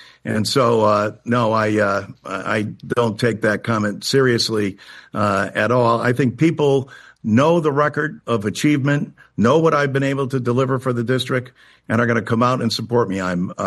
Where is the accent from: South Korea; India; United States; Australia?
United States; East Hartford, Connecticut; my hometown of East Hartford and West Hartford